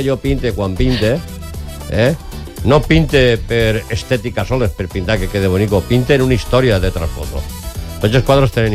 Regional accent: Jaén, Andalusia, Spain; born there; now in Valencia, Spain; Jo no soc nascut així en València, jo soc nascut en Jaén, perquè ho sapiau.

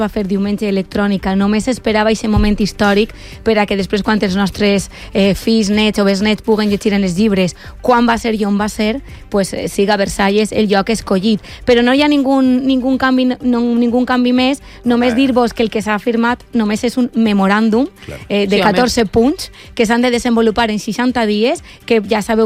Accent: Puçol, Valencian Community, Spain; el meu poble és veritat que és un poble que està... És un poble de l'Horta Nord que està molt a prop de València, Pujol. A més, un poble que té una platja molt xula, a 3 quilòmetres del municipi, i una platja que continua sent una platja de poble.

